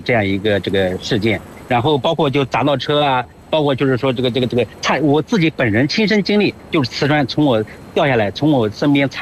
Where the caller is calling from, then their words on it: Suzhou, Jiangsu, China; 高新区金河国际华庭。